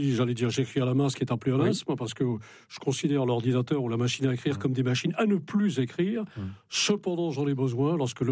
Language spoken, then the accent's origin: French; Brittany, France; Non, non, pas du tout, je ne suis pas breton de cœur, je suis breton.